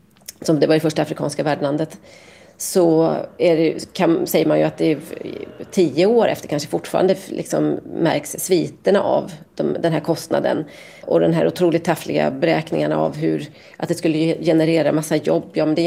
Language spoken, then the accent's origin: Swedish; Sweden; som svensk